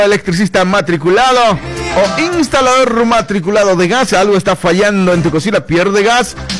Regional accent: Santa Cruz de la Sierra, Santa Cruz, Bolivia; él es de La Paz, yo soy de Santa Cruz, ¿eh? Pero igual somos hermano boliviano

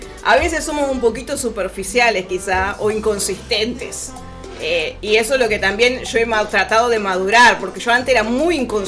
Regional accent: Uruguay; Hemos pasado tantas cosas los uruguayos.

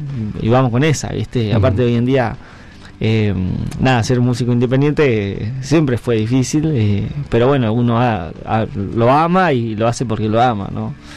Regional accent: Cutral Có, Neuquén, Argentina; born or raised there; now in Neuquén, Argentina

